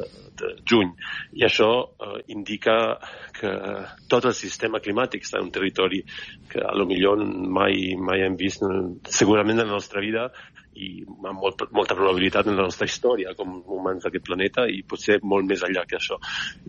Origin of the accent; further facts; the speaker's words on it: Italy; moved away; jo soc italià